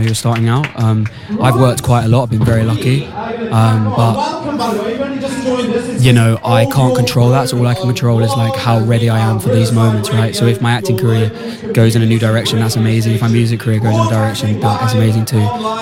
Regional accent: New Malden, London, United Kingdom; I'm from New Malden, South West London, Wimbledon, that kind of area, Kingston-on-Thames. So, yeah, this is home, you know.

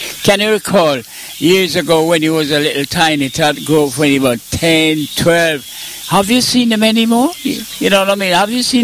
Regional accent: Jamaica; You know, I'm Jamaican, so I can switch, okay?

